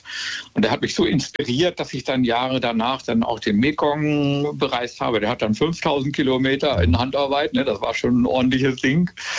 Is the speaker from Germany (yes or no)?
yes; Germany; Ich mache nicht nur so verrückte Asienreisen, sondern ich gucke mir auch mein Heimatland ganz intensiv